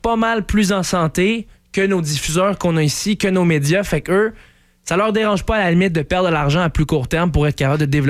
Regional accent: Quebec, Canada; en tant que Québécois, point

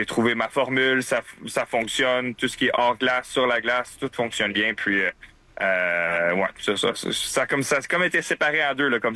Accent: Quebec, Canada; je suis fier québécois, fier canadien.

